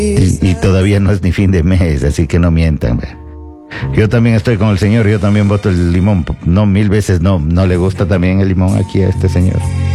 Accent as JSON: {"language": "Spanish", "country": "Ecuador", "said": "Trabaje macho y demuestre cómo somos dos ecuatorianos."}